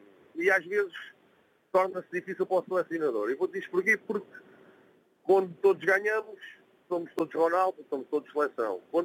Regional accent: Portugal; como somos a cauda da Europa e somos os tais portugueses que, para muitos, até dizem que a gente somos espanhóis, não reconhecem Portugal

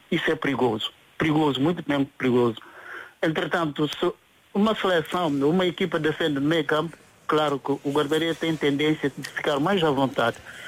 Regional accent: Guinea-Bissau; Portanto, eu não sou português, sou guinense, mas sentimos na pele porque não somos da colónia portuguesa.

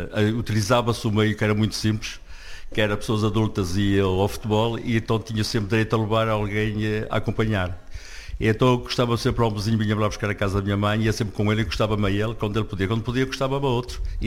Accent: Guimarães, Braga, Portugal; born there; Nasci em Guimarães, em Crescimil, Guimarães.

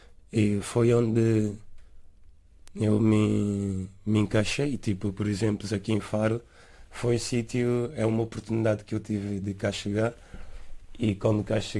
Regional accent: São Tomé & Príncipe; moved away as an adult; now in Portugal; eu sou de São Tomé e Príncipe, estou em Portugal a viver há 3 anos.

